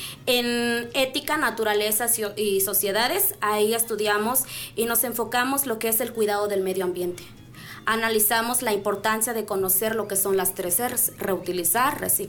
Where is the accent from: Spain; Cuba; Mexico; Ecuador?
Mexico; first language Nahuatl; Spanish is a second language; nuestro país México. Reflexionamos la importancia de preservar y valorar nuestra lengua materna, nuestra lengua náhuatl